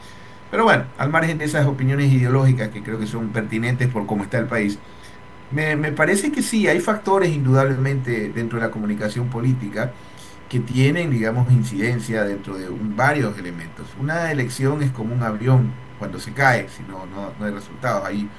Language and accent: Spanish; Columbe, Chimborazo, Ecuador; mi parroquia Columbe, de donde soy oriundo, en Colt.